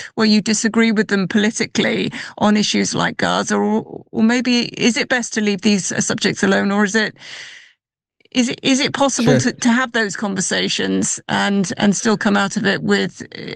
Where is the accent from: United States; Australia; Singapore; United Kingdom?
United Kingdom; And one, as British people, we love to not talk about things and keep things as pleasant as possible.